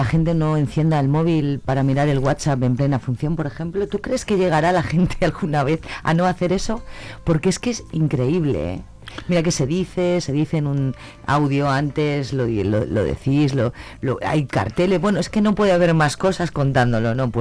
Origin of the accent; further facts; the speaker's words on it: Zamora, Castile and León, Spain; los zamoranos somos co y zamoranas